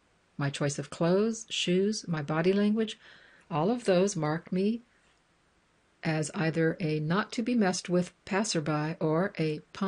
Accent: Nigeria; a few miles from my hometown in Nigeria was sent to my inbox

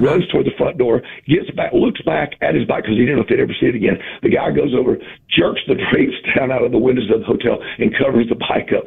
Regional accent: the South, United States; obviously you can tell I'm from the South

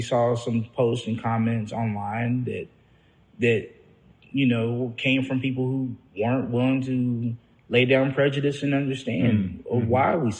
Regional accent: United States; You know, I'm an American.

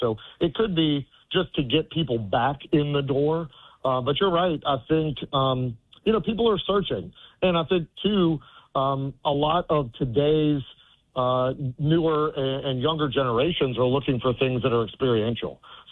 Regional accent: West Virginia, United States; that was one of the things that I looked forward to every summer growing up in West Virginia

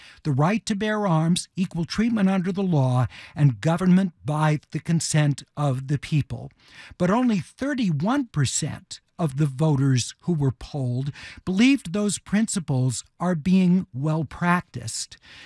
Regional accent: United States; One of the things that I love so much about this country, and I do love being American despite all the conflicts that we see in our world today

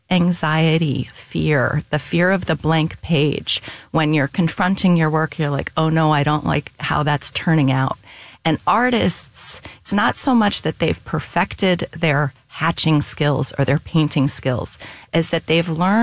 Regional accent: St. Louis, Missouri, United States; moved away as an adult; now in East Coast, United States; When I was growing up in St. Louis, there were really very few places that you could get this kind of classical education.

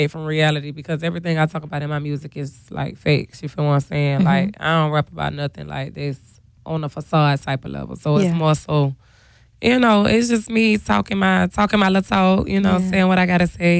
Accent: Savannah, Georgia, United States; I'm from Savannah, the West Side, to be exact.

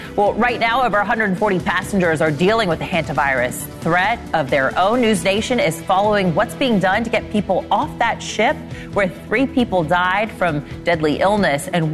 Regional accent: North Carolina, United States; I grew up in North Carolina, and I'll tell you what, everybody had on a Braves hat back in those days.

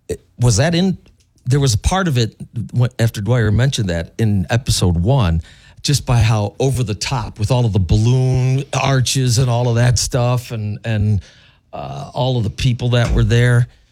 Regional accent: Fox Lake, United States; the fish store in my hometown

